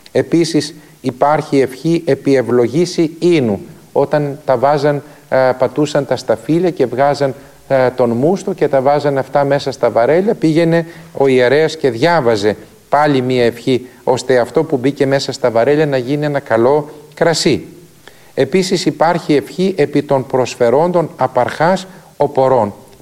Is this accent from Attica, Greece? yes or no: no; Soufli, Eastern Macedonia and Thrace, Greece; ενθυμούμε και στην πατρίδα μου τη Θράκη και στον Εύρο, στο Σουφλί που είχαν όλα αυτά τα μεταξωτά